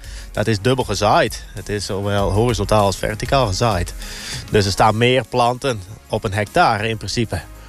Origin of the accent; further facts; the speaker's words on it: Friesland, Netherlands; Ik ken het al vanuit Friesland, waar ik vandaan kom.